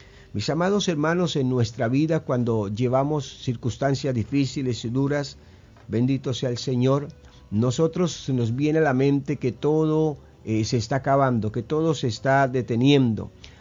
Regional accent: Bucaramanga, Santander, Colombia; que venimos desde la ciudad de Bucaramanga, departamento Santander, Colombia.

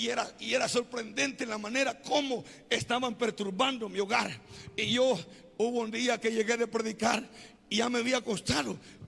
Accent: Izalco, Sonsonate, El Salvador; yo vengo de Izalco.

